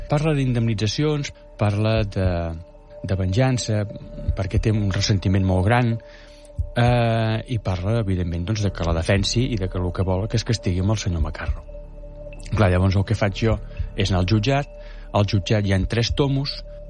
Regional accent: Sant Sebastià de Guardiola, Catalonia, Spain; Jo sóc de Sant Sebastià de Guardiola i, clar, em va sorprendre

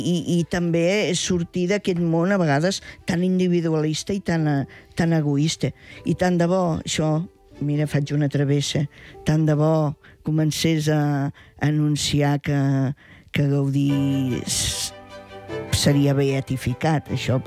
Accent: Reus, Catalonia, Spain; No, la gent de Reus, que jo sóc de Reus.

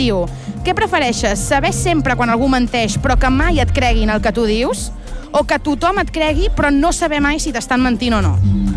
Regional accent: Barcelona, Catalonia, Spain

